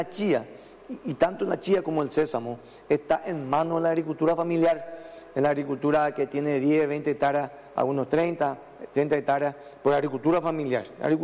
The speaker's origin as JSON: {"language": "Spanish", "region": "San Pedro", "country": "Paraguay", "said": "provengo del departamento de San Pedro."}